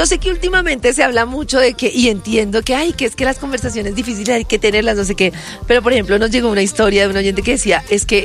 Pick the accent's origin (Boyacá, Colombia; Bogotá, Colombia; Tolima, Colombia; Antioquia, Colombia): Antioquia, Colombia; No, es que yo soy paisa.